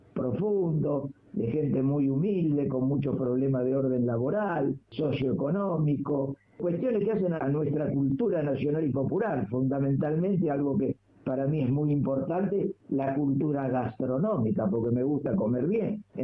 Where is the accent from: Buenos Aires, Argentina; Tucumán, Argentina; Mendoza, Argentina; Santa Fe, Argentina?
Buenos Aires, Argentina; estábamos en mi barrio, estábamos en el barrio de Saavedra, donde yo me había criado, donde yo jugaba la pelota en todos los lugares donde había un espacio, en particular si había pasto o tierra. Entonces, y encima yo soy hincha de Platense, en Saavedra